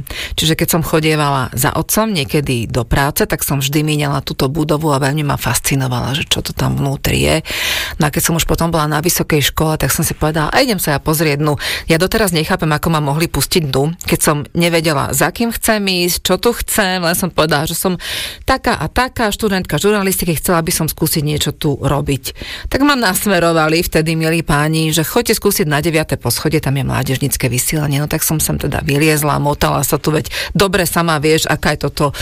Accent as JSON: {"language": "Slovak", "town": "Bratislava", "region": "Bratislava Region", "country": "Slovakia", "tie": "born or raised there", "accent": "Bratislava dialect", "said": "ja som bola také dievča tuto z Bratislavy"}